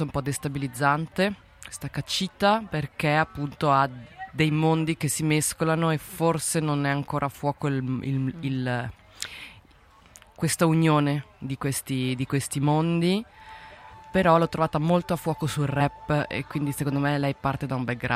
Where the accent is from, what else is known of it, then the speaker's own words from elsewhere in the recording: Ticino, Switzerland; noi siamo dal Ticino, non da Lugano, nessuno di noi quattro, ma e neanche la radio è di Chiasso, noi siamo del Locarnese Bellinzonese